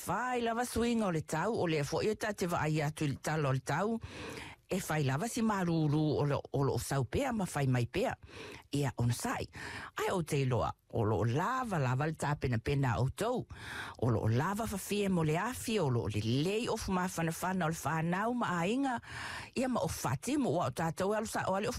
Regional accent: Samoa; moved away; I grew up in Samoa, and we had 2AB, our one radio station

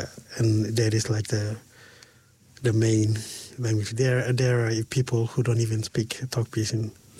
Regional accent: Papua New Guinea; moved away; So if other Papuanians are there, we can speak Pidgin.

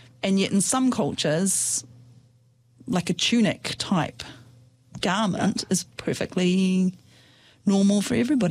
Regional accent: South Island, New Zealand; my main identity is a Kiwi, but I don't really identify as being a Kiwi from Auckland, because I'm very much a South Island-based Kiwi.

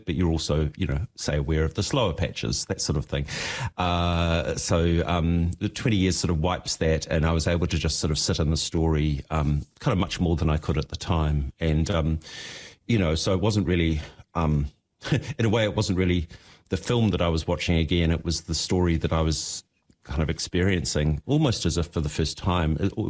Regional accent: Dunedin, Otago, New Zealand; Yeah, well, I'm from Dunedin

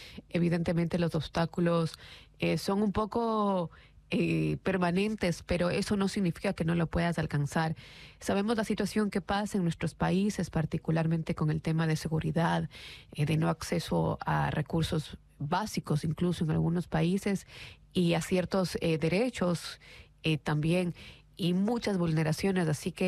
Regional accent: Ecuador; now in Hamilton, New Zealand; esto sí lo dejo en español porque obviamente es la lengua que nos conecta como ecuatorianos en el momento.

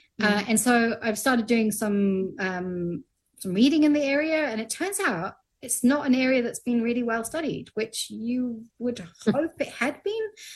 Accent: New Zealand; Oh, being New Zealander of the year, that was kind of amazing.

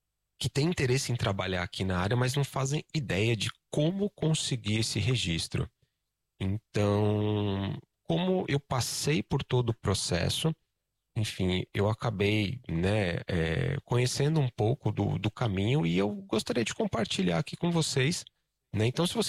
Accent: Brazil; moved away as an adult; now in New Zealand; Nova Zelândia em julho de 2022, né, há quase 3 anos atrás. E desde quando a gente saiu do Brasil

